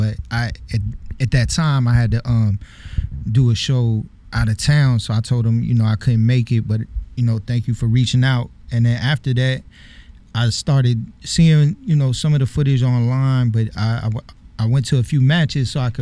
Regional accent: Richmond, Virginia, United States; born there; also born or lived in San Francisco, California, United States; I'm a Richmond-based hip-hop artist. Originally, I'm from the Bay Area, San Francisco, but I've also grown up here.

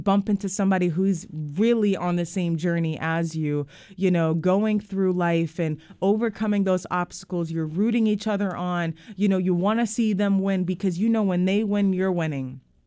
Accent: Mannheim, Baden-Württemberg, Germany; moved away; you're in my hometown. Willkommen zu Mannheim.

